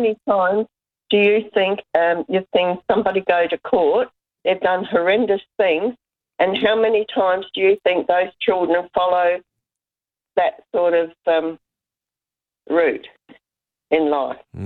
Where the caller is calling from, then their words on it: Birkenhead, South Australia, Australia; I'm ringing from South Australia, Birkenhead